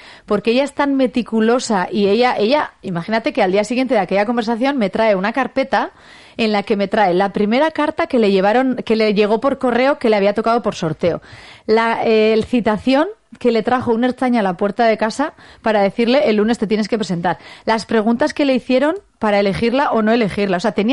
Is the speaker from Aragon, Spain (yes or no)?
no; Legazpi, Basque Country, Spain; en Legazpi, mi pueblo